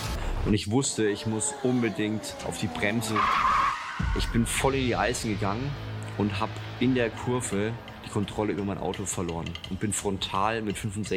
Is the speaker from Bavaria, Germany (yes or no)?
yes; Würzburg, Bavaria, Germany; Ich bin in Würzburg aufgewachsen, christlich erzogen worden.